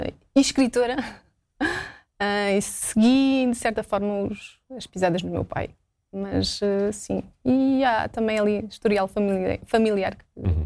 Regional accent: Portugal; born there; Nasci em Portugal, eu vim nascer de propósito a Portugal, porque os meus pais estavam em França nessa

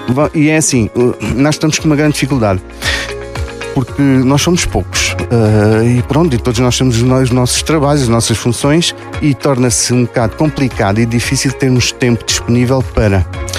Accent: Portalegre, Alentejo, Portugal; eu também sou da Penha.

